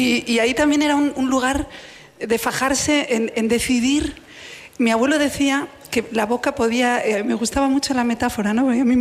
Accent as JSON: {"language": "Spanish", "town": "León", "region": "Castile and León", "country": "Spain", "said": "Yo soy leonesa, hice el bachillerato aquí al lado, en el Juan de la Encina"}